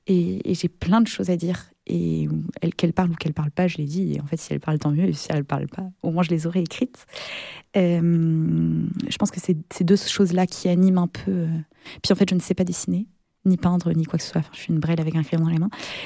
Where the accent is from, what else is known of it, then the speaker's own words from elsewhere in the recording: Pays de la Loire, France; also born or lived in Normandy; now in Angers, France; Je suis née en Normandie. Je pense que c'est ce qui m'a donné mon appétence pour l'histoire. Mais j'ai grandi effectivement en Vendée.